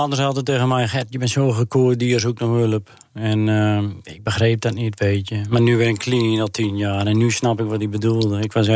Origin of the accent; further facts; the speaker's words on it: Urk, Flevoland, Netherlands; Ja, ik ben opgegroeid op Urk natuurlijk. We zijn Urkers en op Urk iedereen ademt vis.